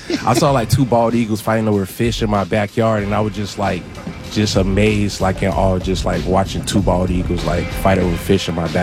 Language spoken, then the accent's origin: English; Florida, United States; moved away; I'm a Florida, like, I'm from Florida, so, like, I love the beach and things like that.